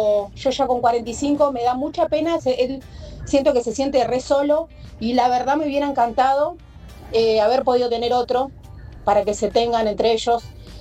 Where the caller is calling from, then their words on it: Isidro Casanova, Buenos Aires Province, Argentina; de Isidro Casanova.